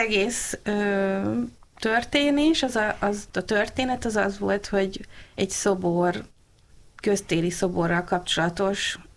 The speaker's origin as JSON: {"language": "Hungarian", "town": "Hódmezővásárhely", "region": "Csongrád-Csanád", "country": "Hungary", "said": "és akkor én Hódmezővásárhelyi is vagyok, úgyhogy azt hozzátettem, hogy végül is nekünk így mi körülötte élünk ennek a szobornak. Hát nem ott élök egyébként most, de hogy azért a családom ott él"}